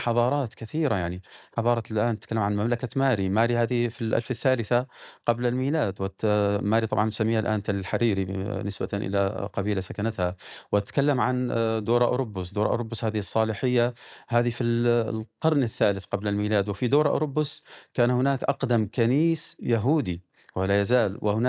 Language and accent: Arabic; Deir ez-Zor, Deir ez-Zor Governorate, Syria; أنا لا من أبناء مدينة دير الزور.